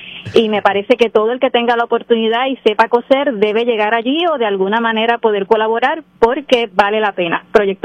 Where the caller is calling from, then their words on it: Lares, Puerto Rico; soy de Lares, soy maestra en Atillo.